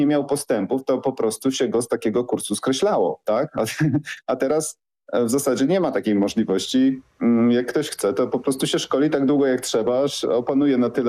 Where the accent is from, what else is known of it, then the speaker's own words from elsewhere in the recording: Gliwice, Silesian Voivodeship, Poland; ja się wychowywałem na lotnisku, bo mój tata latał od dziecka mojego. Ja się wychowywałem jedząc piasek na lotnisku w Gliwicach pod samolotu